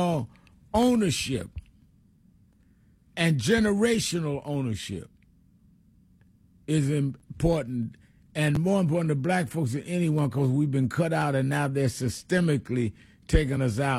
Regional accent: New York City, New York, United States; growing up in Brooklyn

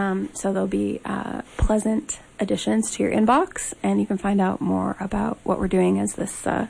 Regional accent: Montana, United States; I grew up in the Flathead.

